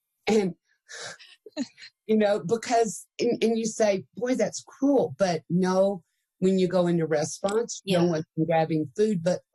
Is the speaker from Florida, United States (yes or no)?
no; Texas, United States; Well, I'm a Texan. I have long legs.